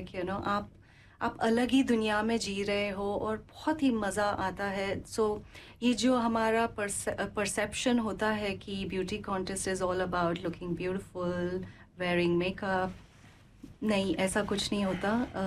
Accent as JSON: {"language": "Hindi", "town": "Mumbai", "region": "Maharashtra", "country": "India", "tie": "born or raised there", "also_born_or_lived": "Mangalore / Dubai", "moved": "as an adult", "lives_now": "New Zealand", "said": "मैं मैंगलोर से हूँ, बॉर्न और रेज्ड हुई हूँ मुंबई में. सो मेरा पूरा लाइफ जो 20 साल का था वो मुंबई में था, और फिर 17 साल दुबई में, और 8 साल न्यूजीलैंड में हो चुका है."}